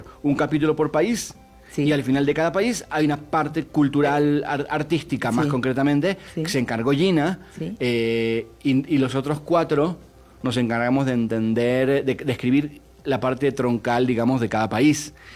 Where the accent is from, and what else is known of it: Argentina